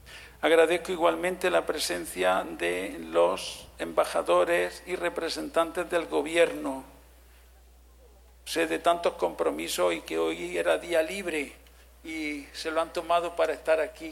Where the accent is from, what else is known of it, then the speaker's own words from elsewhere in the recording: Huéneja, Andalusia, Spain; born there; moved away; also born or lived in Granada; patronos del pueblo donde nací en Güeneja